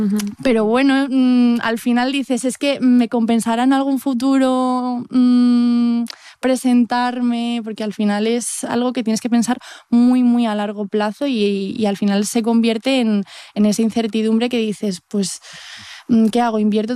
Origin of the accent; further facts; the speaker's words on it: Madrid, Community of Madrid, Spain; yo soy de Carabanchel, entonces desde Carabanchel hasta Alcalá de Henares, pues son 2 horas en Renfe, más o menos.